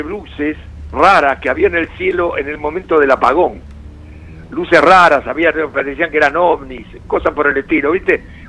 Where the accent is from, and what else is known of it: Argentina